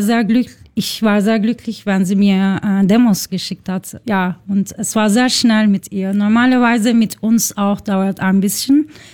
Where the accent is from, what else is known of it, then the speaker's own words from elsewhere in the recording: Istanbul, Turkey; German is a second language; now in Spain; Ich bin aus Istanbul, aber ich wohne jetzt in Spanien, deshalb ich kann nicht mehr sehr gut Deutsch reden.